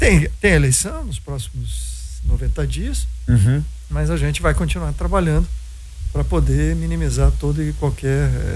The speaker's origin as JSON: {"language": "Portuguese", "town": "Blumenau", "region": "Santa Catarina", "country": "Brazil", "said": "Eu sou de Blumenau, cara."}